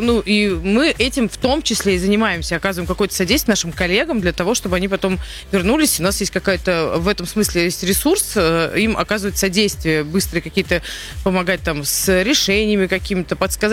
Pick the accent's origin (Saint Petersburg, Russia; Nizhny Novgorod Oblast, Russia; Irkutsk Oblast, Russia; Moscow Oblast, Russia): Nizhny Novgorod Oblast, Russia; Nizhny Novgorod; это мой родной город, я родом из Нижнего